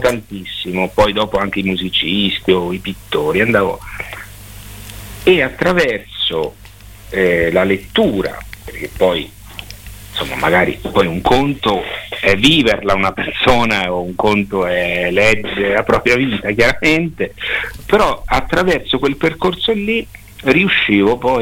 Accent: Esanatoglia, Marche, Italy; io sono nato a San Severino Marche, però sempre vissuto ad Sanatoglia.

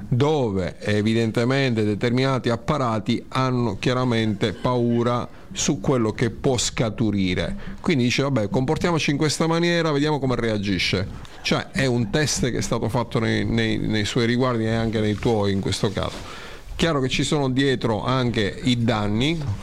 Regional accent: Sicily, Italy; io sono siciliano

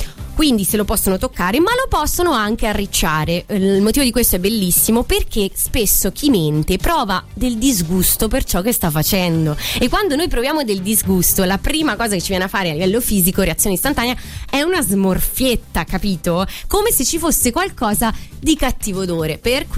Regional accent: Tuscany, Italy; sono toscana

